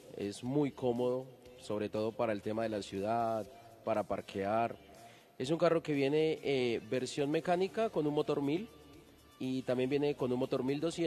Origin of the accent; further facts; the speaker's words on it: Antioquia, Colombia; Yo soy de Urabá.